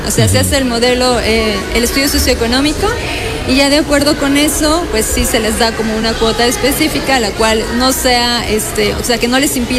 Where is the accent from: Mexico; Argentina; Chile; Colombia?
Mexico; Cuernavaca, Morelos; now in Puebla, Mexico; yo soy de Cuernavaca, Morelos.